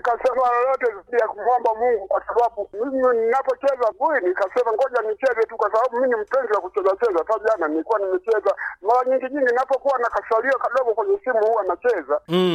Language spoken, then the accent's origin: Swahili; Ulanda, Iringa, Tanzania; Natoka mkoa wa Iringa, wilaya Iringa vijijini, alafu ya Kalenga, kijiji cha Ulanda.